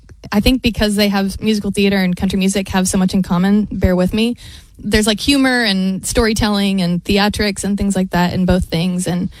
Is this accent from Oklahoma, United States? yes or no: yes; Tulsa, Oklahoma, United States; I grew up in Tulsa, Oklahoma.